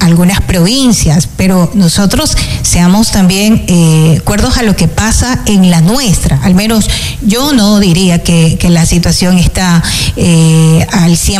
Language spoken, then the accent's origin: Spanish; Ecuador